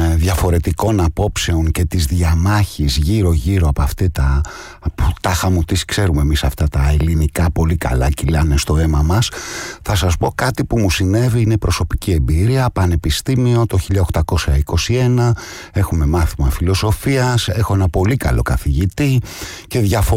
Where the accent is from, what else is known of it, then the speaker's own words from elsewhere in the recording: Greece; εγώ είμαι Έλληνας